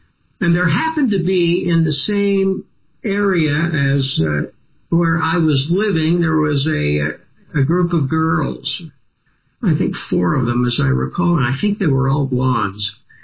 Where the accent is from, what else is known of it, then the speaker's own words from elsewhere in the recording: Salt Lake City, Utah, United States; I'm from Salt Lake City, Utah. I was the oldest child of five.